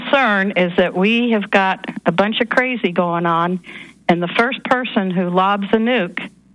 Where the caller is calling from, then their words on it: Idaho, United States; Happy Hen from Idaho.